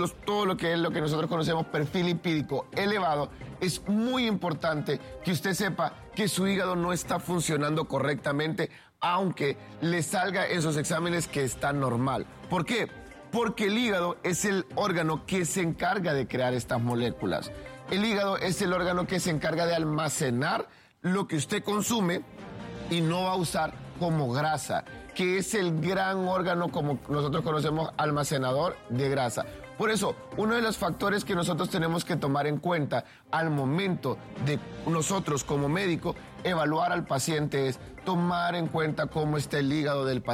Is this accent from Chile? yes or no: no; Honduras; nosotros como hondureños